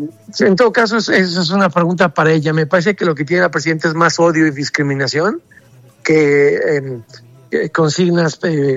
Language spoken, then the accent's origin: Spanish; Mexico; born there; Yo soy mexicano por nacimiento